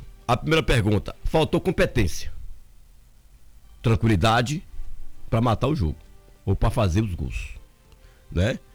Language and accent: Portuguese; Brazil; Sou brasileiro.